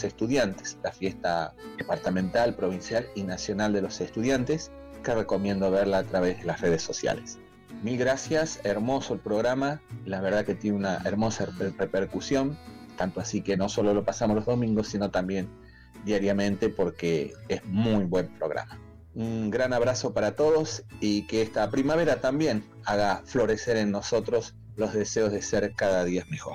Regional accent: Jujuy, Argentina; born there; moved away; Yo soy jujeño de nacimiento

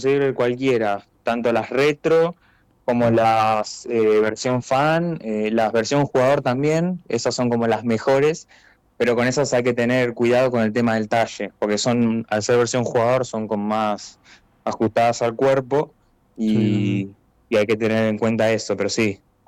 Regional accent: La Plata, Buenos Aires Province, Argentina; nosotros somos de La Plata

